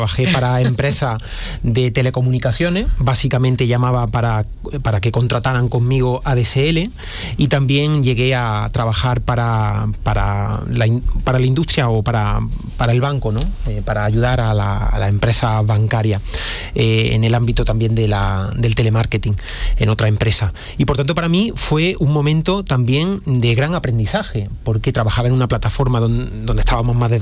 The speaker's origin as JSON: {"language": "Spanish", "town": "Arjona", "region": "Andalusia", "country": "Spain", "tie": "born there", "said": "he tocado en la banda de mi pueblo."}